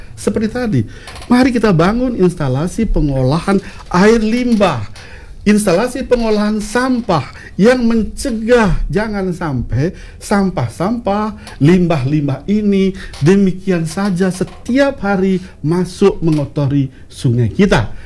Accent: Bali, Indonesia; Kita orang Bali

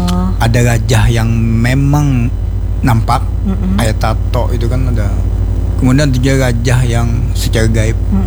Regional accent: South Kalimantan, Indonesia; Jadi sebenarnya Muharram ini adalah bulan yang sakral di kita, di kita orang Banjar gitu.

